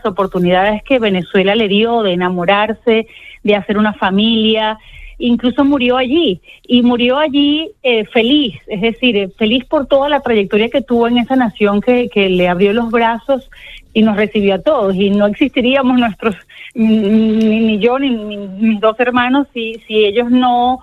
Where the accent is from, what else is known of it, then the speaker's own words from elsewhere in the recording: Galicia, Spain; Galicia no es la tierra de mi madre, es mi tierra.